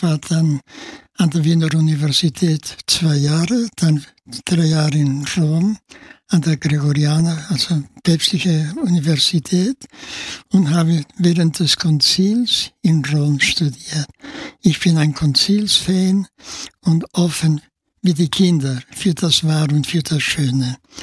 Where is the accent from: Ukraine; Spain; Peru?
Spain; Barcelona, Catalonia; German is a second language; moved away as an adult; also born or lived in Germany; now in Vienna, Austria; Ich bin also 59 von Spanien nach Österreich gekommen. Ich war ja Piaristenschüler in Barcelona, ich bin auch in Barcelona geboren.